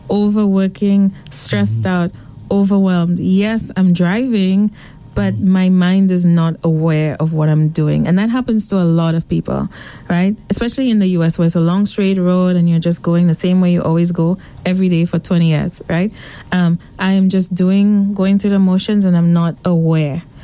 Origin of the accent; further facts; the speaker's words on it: Castries, St. Lucia; also born or lived in St. George's, Grenada; I am from Castries. I'm a Castries girl. I trained in St. George's in Grenada.